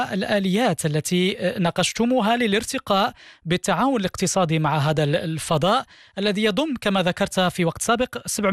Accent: Morocco

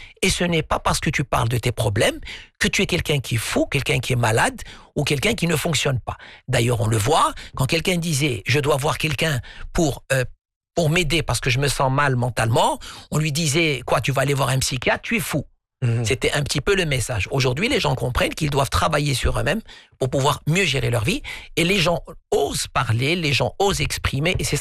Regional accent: Morocco; Un exemple chez nous au Maroc, quand quelqu'un disait « je me sens mal, je suis pas bien mentalement », on lui disait que c'est un manque de gratitude.

